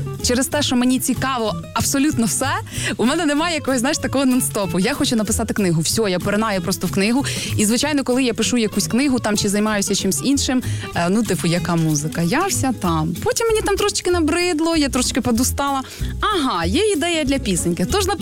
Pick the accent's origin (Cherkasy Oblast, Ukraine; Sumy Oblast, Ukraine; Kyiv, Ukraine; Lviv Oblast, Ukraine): Cherkasy Oblast, Ukraine; Kaniv; На той момент, я родом з Канєва, там не було вокального відділу.